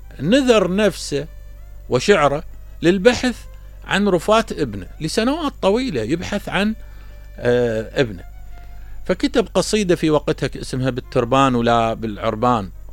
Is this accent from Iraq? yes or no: yes; Iraq; إحنا كعراقيين وفقط كشرقيين